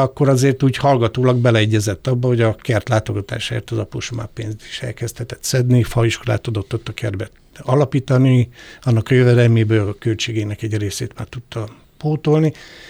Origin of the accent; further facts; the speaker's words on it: Budapest, Hungary; born there; Amúgy én budapesti születésű vagyok